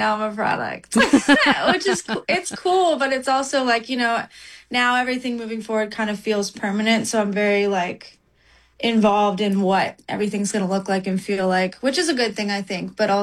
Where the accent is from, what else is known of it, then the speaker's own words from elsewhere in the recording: Pittsburgh, Pennsylvania, United States; That's kind of how people found out I was from Pittsburgh, because my music really caught on when I was in Atlanta.